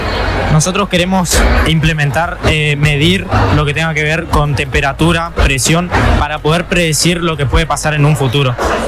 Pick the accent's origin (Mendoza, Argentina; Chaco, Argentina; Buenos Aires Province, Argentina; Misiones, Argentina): Chaco, Argentina; General José de San Martín; Venimos desde la localidad de General José de San Martín, a 120 kilómetros de la ciudad capital de Resistencia.